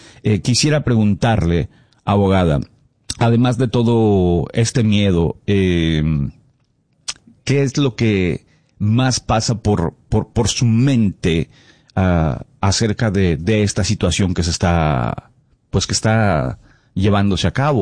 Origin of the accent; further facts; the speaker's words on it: Mexico; now in United States; en México, de donde yo soy